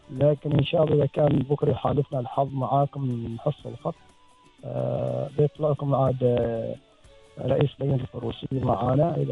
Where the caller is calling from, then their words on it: Al-Mudhaibi, Ash Sharqiyah North, Oman; من ولاية المزيد، منطقة لبق، جاب الشمال الشام، شمال الشرق.